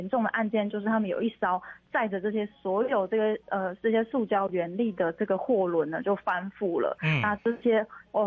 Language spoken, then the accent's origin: Chinese; Taiwan; 就我们台湾人都很习惯做回收嘛。